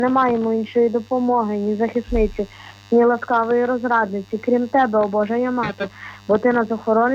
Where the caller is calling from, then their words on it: Lviv, Lviv Oblast, Ukraine; мені 13 років, я телефоную зі Львова